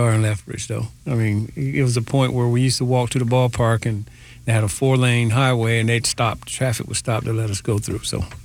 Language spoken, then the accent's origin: English; Laurens, South Carolina, United States; Small town called Laurens, spelled Laurens, South Carolina.